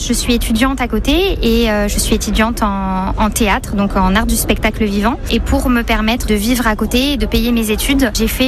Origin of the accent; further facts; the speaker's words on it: Bordeaux, Nouvelle-Aquitaine, France; j'ai 23 ans et je suis née à Pellegrin, à l'hôpital Pellegrin. Donc je suis bordelaise de naissance. Et j'ai toujours vécu à Bordeaux et fière de l'être, évidemment.